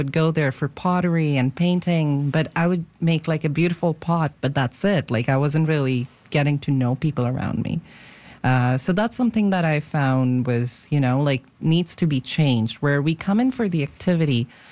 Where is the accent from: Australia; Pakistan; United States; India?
India; moved away as an adult; now in Vancouver, Canada; So I'm originally from India. I moved here when I was 19, and moving to a new country was a culture shock in itself.